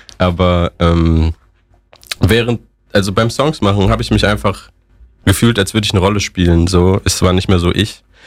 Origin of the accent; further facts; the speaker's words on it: Gladbach, North Rhine-Westphalia, Germany; Ich bin einfach der Typ aus Gladbach, ich chill mein Leben so